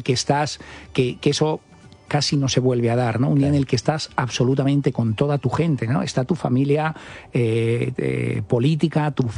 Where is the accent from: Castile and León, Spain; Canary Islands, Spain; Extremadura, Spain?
Castile and León, Spain; Cigales; encantados de desplazarse y de venir a Cigales, con lo cual, bueno, pues nos casamos en Cigales, que era mi pueblo.